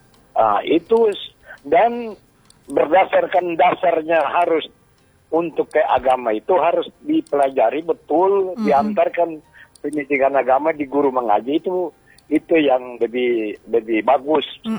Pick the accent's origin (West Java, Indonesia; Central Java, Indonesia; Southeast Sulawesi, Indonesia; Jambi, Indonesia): Jambi, Indonesia; Sarolangun; Itulah saran pandangan dari kita dari Sarolangun, karena saya punya anak 6, alhamdulillah, jantan 5, perempuan 1.